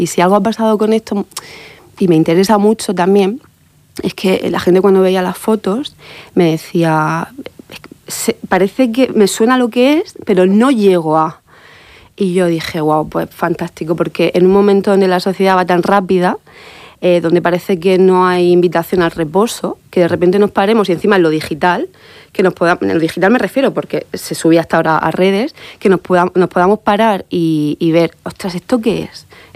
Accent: Murcia, Region of Murcia, Spain; soy de Murcia, me di cuenta que todos los días que transitaba mi ciudad

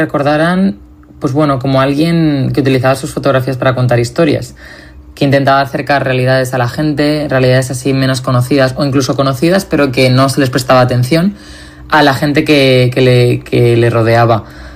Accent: Valencia, Valencian Community, Spain; contando la historia de lo que estaba pasando en mi ciudad y en mi pueblo y en los pueblos de alrededor.

